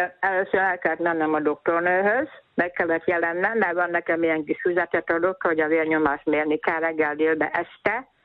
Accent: Tiszaszöllős, Jász-Nagykun-Szolnok, Hungary; born there; Neki születtem, drága, és 51-be.

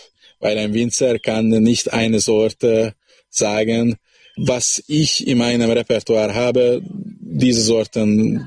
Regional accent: Baranya, Hungary; ich stamme aus Harscheid. Das ist ein schwäbisches Dorf im Komitat Braneu.

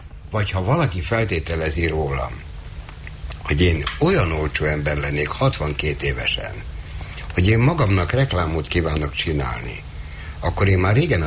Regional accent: Budapest, Hungary; nem csak azért, mert a Józsefvárosból jöttem

